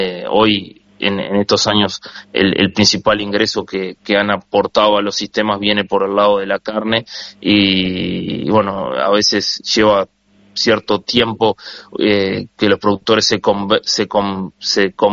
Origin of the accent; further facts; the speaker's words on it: Uruguay; como uruguayos somos bastante conservadores